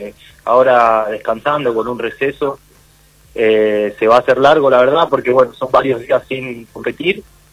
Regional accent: Merlo, Buenos Aires Province, Argentina; also born or lived in Liniers, Buenos Aires; nací ahí en Linier, cerca de la cancha de Vélez, y bueno, después toda mi vida viví en zona oeste, cerquita de Morón, Merlo, por ahí

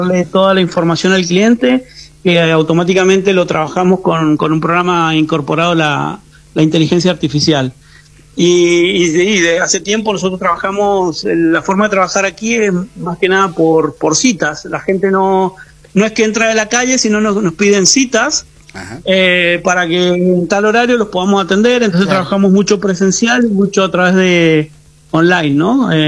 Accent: Argentina; now in Valencia, Spain; llevamos años acá que somos argentinos

